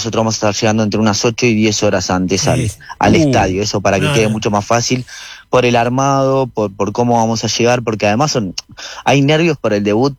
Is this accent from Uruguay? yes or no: yes; Uruguay; al menos nosotros como uruguayos